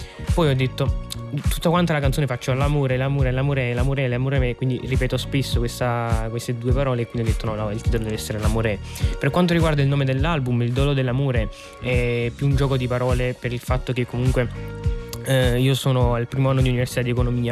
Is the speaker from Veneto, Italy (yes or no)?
no; Avellino, Campania, Italy; Io comunque sono nato a Avellino, e Avellino è molto vicino a Napoli, quindi diciamo fin da piccolo ho sempre visto Napoli come la città